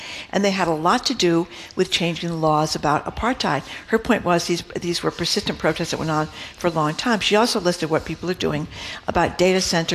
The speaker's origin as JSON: {"language": "English", "country": "Ireland", "said": "I remembered her name because I'm Irish and because her name is similar to mine."}